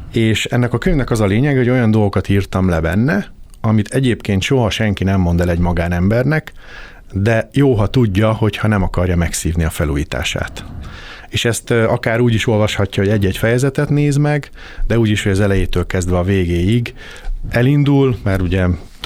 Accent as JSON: {"language": "Hungarian", "town": "Szeged", "region": "Csongrád-Csanád", "country": "Hungary", "tie": "born or raised there", "said": "Szegedi gyerek vagyok, 50 éves elmúltam, van két csodás lányom, meg egy csodás feleségem. Szegeden a Vedresben végeztem, az építőipari szakközépben"}